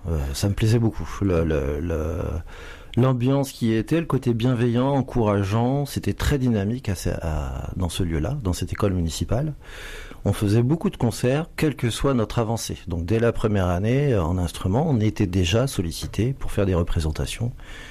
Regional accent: Vitry-le-François, Grand Est, France; Moi je suis d'origine de la Marne et là-bas à Vitry-le-François il y a beaucoup de commémorations militaires, des défilés.

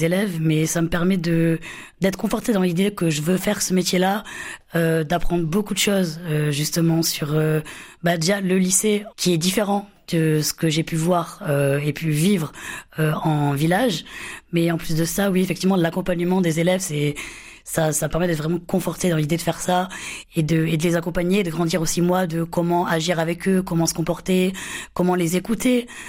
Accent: Béziers, Occitanie, France; moved away as an adult; now in Montpellier, France; Je suis née à Montpellier, mais j'ai grandi à Béziers. Je suis retournée à Montpellier pour mes études.

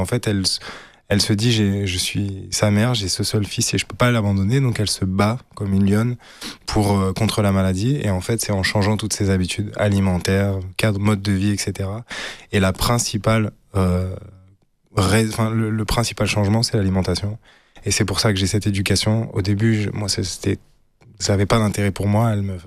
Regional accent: Auvergne-Rhône-Alpes, France; moved away; also born or lived in Australia; j'ai grandi dans la Drôme provençale, dans un terrain familial où il y avait le restaurant de mes cousins.

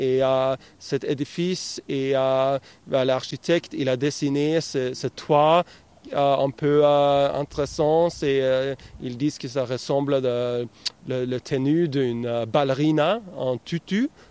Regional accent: Norway; qui a produit environ 50% de toute la glace qu'on mange chez nous en Norvège de nos jours.

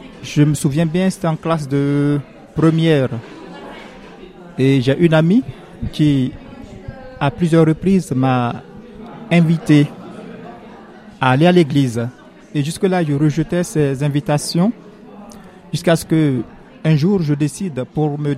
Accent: Côte d’Ivoire; je suis originaire de la Côte d'Ivoire, voilà, j'ai 36 ans, je suis le fils aîné d'une famille de 7 enfants.

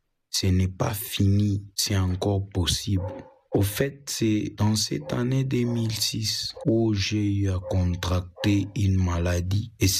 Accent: Likasi, Haut-Katanga, DR Congo; born or raised there

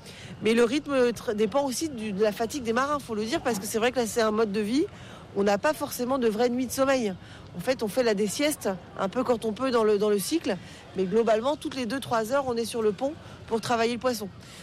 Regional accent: Brittany, France; On dit le bao, sinon chez nous en Bretagne.

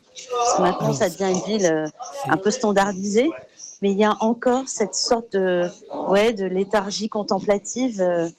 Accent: France; j'ai grandi en France avec des référentiels autour de la culture

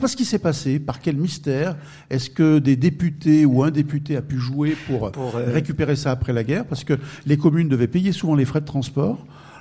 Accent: Auvergne-Rhône-Alpes, France; chez nous, dans la Loire

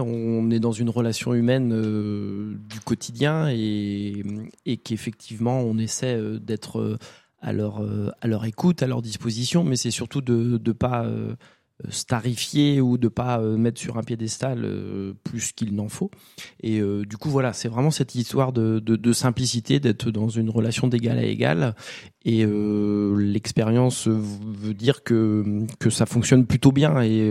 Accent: Montaigu, Pays de la Loire, France; moi, je suis né à Montaigu, j'ai vécu longtemps à Montaigu

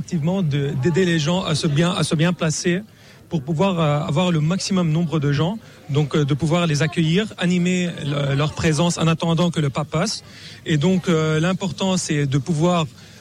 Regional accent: Lebanon; En fait, je suis Libanais, je viens du Liban, mais je n'ai pas eu la chance d'être au Liban l'année dernière pour l'accueillir.

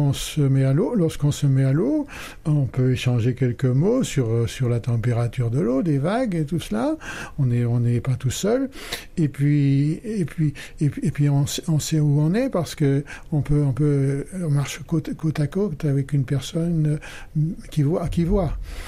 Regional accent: Châtelaillon-Plage, Nouvelle-Aquitaine, France; Je suis d'autant plus favorisé que j'habite pas loin du centre de voile. Je suis donc de Châtelaillon.

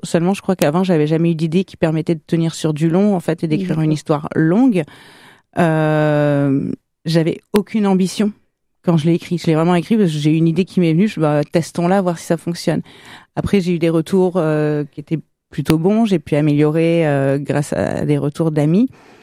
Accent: Versailles, Île-de-France, France; also born or lived in Liverpool; now in Bordeaux, France; J'ai grandi à Versailles.

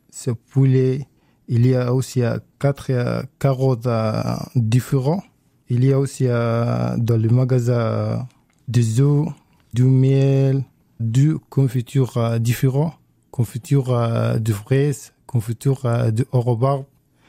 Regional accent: Sudan; French is a second language; je viens du Soudan, j'ai 27 ans.

